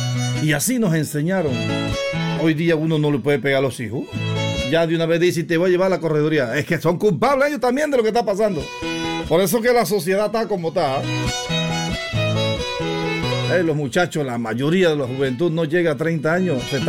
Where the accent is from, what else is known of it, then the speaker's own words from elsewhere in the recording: Santiago de Veraguas, Veraguas, Panama; born there; moved away; Un añito hasta La Huaca, Santiago. Allá en mi pueblo, en mi tierra, área cañera.